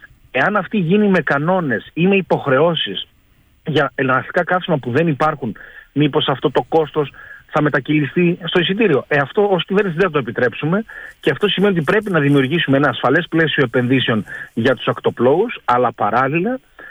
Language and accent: Greek; Greece; ως Έλληνες είμαστε πάρα πολύ υπερήφανοι.